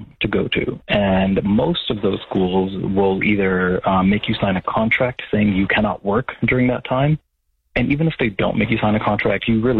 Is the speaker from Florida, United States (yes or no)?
yes; Florida, United States; moved away as an adult; So luckily, on the West Coast, I'm from Florida, and we make crap money there.